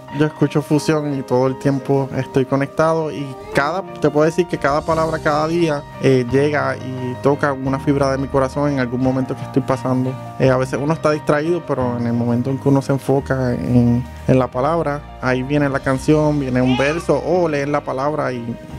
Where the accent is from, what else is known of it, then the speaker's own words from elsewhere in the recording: Puerto Rico; soy de Puerto Rico